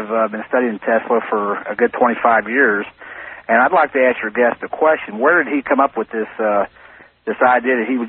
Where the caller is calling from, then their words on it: Leavenworth, Kansas, United States; I'm calling from Leavenworth, Kansas.